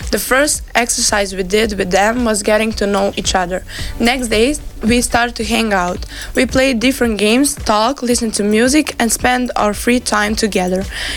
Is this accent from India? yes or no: no; Serbia; English is a second language; Good afternoon, everyone. We are a group from Serbia and we are gonna talk about the time we spent with Swiss group.